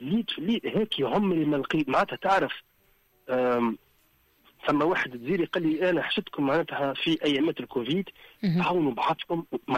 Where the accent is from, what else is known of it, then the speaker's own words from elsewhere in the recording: Tunisia; moved away; also born or lived in New York; أنا مانيش كنت دياسبورا، أنا تونسي. حتى كان مولود معناتها في النرويج ولا في كندا تونسي.